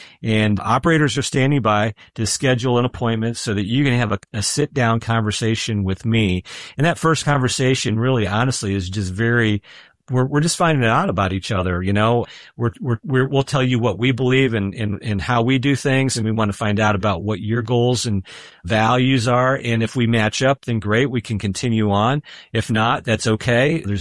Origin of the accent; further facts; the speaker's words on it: United States; we do a good job as American Christians